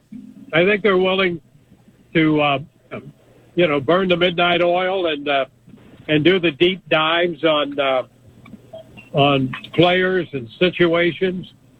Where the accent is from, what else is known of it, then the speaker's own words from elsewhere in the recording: Midwest, United States; I grew up in the Midwest where baseball was really king